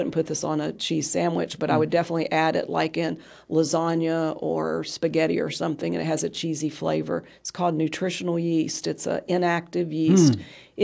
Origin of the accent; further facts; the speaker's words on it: West Virginia, United States; Well, I grew up in West Virginia thinking that you season with fat. That's how I grew up.